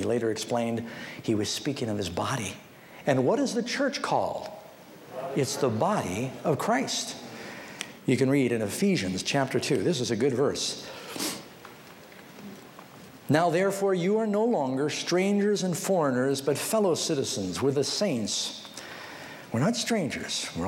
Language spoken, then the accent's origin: English; New York, United States; I get the dumbest questions of people hear that I was from New York.